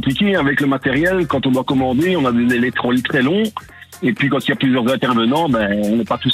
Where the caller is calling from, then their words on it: Wallonia, Belgium; Limoges, du côté de Warême.